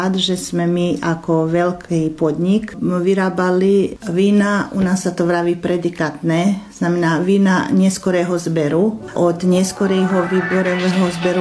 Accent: Ilok, Vukovar-Srijem County, Croatia; also born or lived in Nitra, Slovakia; lebo predsa sme my tu už dlho rokov v Iloku. Ako máme pôvod zo Slovenska

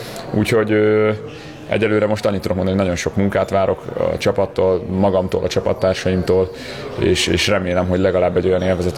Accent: Hungary; Együtt dolgozunk, egy a célunk, magyarok vagyunk, és ez az identitásunk sokkal erősebb, mint az, hogy köztünk bármi ellentét legyen.

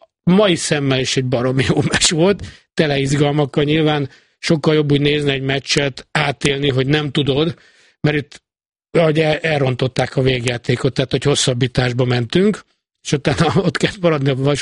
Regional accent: Budapest, Hungary; most délelőtt kint voltam Anyunál Nagytéténből, felnőttem, Budafok Nagytétény

